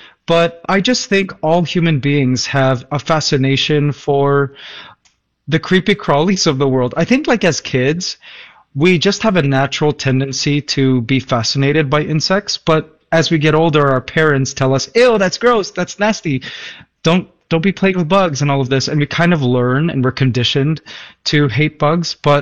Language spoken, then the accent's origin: English; Canada; now in Philippines; I am a Canadian that grew up and was born in Canada, but is currently living in the Philippines.